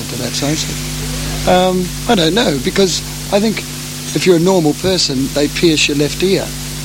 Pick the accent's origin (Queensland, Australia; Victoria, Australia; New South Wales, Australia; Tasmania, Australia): Victoria, Australia; Melbourne; I was born in Melbourne. I've lived in Melbourne for most of my life.